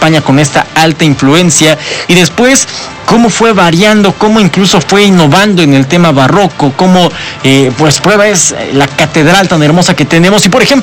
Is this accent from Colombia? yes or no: no; Puebla, Mexico; ya somos poblanos